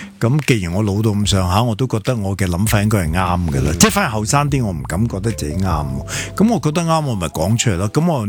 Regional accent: Hong Kong; 我自己作为一个香港人咧

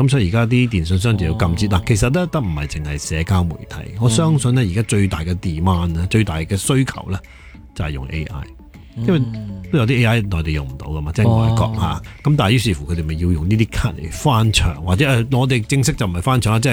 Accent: Hong Kong; 我哋香港人啊，即系虽然都系中国嘅一部分

